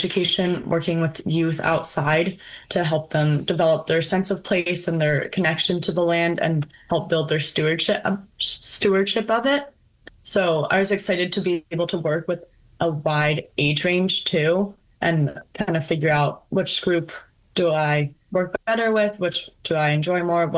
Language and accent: English; California, United States; especially growing up in California, such a big state, so many people.